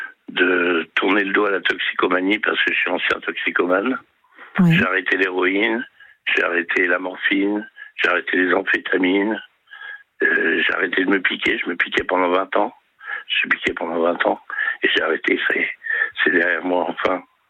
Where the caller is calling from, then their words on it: Nantes, Pays de la Loire, France; je suis dans 44, à Nantes.